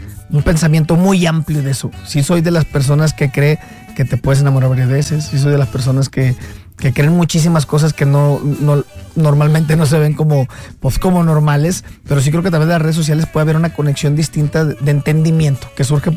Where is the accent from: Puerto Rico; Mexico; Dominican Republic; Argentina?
Mexico; Yo cuando vine la primera vez a Colombia y escuchar que todas las mujeres decían, mi amor, y eso no es algo normal para nosotros como mexicanos.